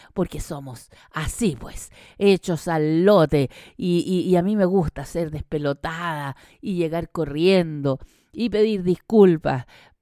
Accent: Chile; esto es lo que somos nosotros como identidad chilena

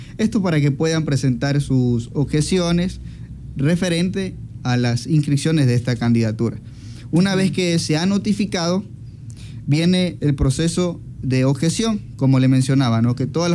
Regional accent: Ecuador

